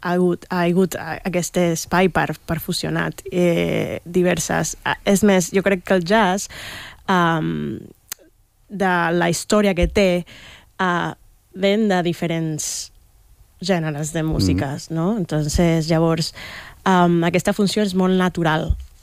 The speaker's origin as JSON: {"language": "Catalan", "country": "Panama", "said": "Les meves, bueno, jo soc de Panamà, sí. I en Panamà he sigut formada per el Danilo Pérez, que és un gran pianista panameño"}